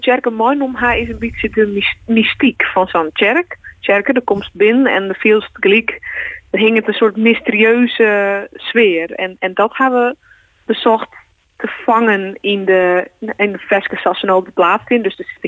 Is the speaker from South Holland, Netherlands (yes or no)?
no; Amsterdam, North Holland, Netherlands; first language West Frisian; Dutch is a second language; now in Friesland, Netherlands; Het is mijn memmentaal. Ik kom grappig nog zelfs uit Amsterdam. Daar ben ik opgegroeid, maar ik ben wel Friestalig grootgebracht. En wat mijn ouders binnen beide komen beide uit Friesland en die ben toen verhuisd in Amsterdam.